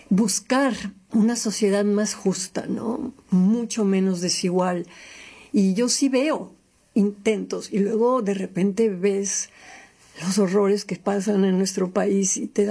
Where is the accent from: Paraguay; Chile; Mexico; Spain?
Mexico; Siendo mexicana, digo, yo cada vez que veo las noticias del el horror de lo que hace Trump, ¿no?